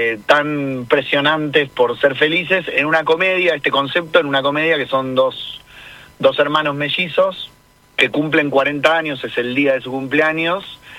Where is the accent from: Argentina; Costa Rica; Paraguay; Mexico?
Argentina; nosotros somos argentinos